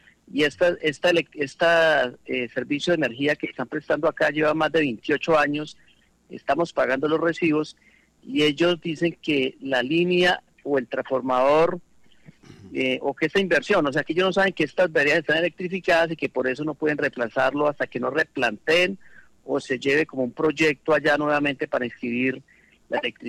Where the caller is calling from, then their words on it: El Castillo, Meta, Colombia; del municipio del Castillo Meta